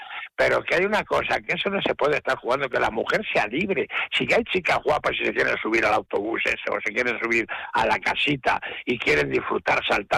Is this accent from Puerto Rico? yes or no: no; Spain; Yo soy español